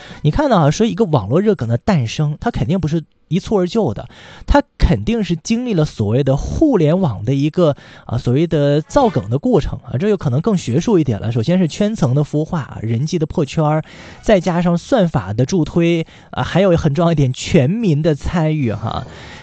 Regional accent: Liaoning, China; now in Haikou, China; 就说到了我的家乡辽宁啊，其实辽宁很多人他的这个所谓的土话啊，就是一些所谓的方言当中，他会有着这个满语的成分。

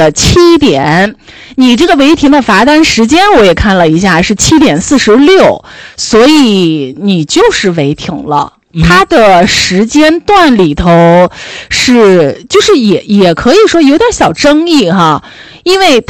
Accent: Shanxi, China; 我们山西人就是喜欢当皇，你知道吗？

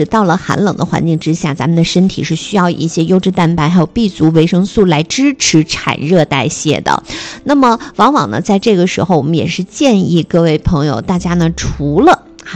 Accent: Haikou, Hainan, China; 那么它也是承载了咱们海口人最深的城市记忆。

